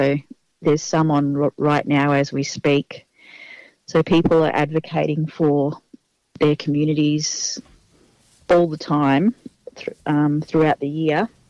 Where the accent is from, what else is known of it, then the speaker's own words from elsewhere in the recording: Australia; I'm a born traveller, like I grew up travelling all around Australia